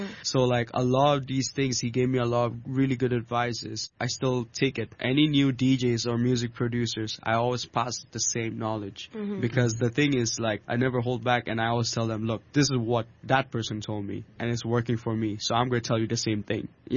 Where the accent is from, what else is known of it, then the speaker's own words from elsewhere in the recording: Hong Kong; I'm so proud of being a Hong Konger